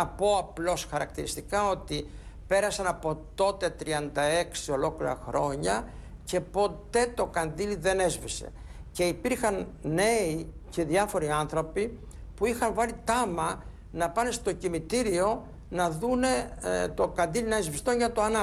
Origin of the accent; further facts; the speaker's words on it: Ioannina, Epirus, Greece; also born or lived in Agrinio, Greece; 4 χρόνια της μέσης εκπαίδευσης στο Αγρίνιο, ενώ κατάγομαι από τα Γιάννενα, ωστόσο τις τελευταίες τάξεις του γυμνασίου τότε, του εξαταξίου γυμνασίου, ήμουν στο Αγρίνιο.